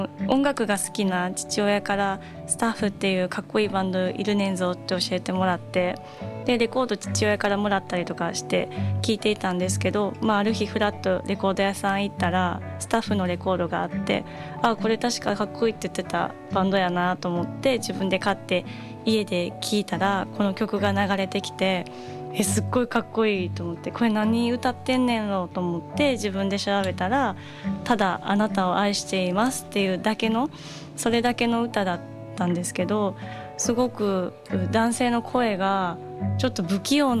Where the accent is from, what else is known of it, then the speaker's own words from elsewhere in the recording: Kyoto, Japan; moved away; 京都出身なので、もう京都が大好きで、で大好きで、よく2ヶ月に1回ぐらいは帰ってるんですけど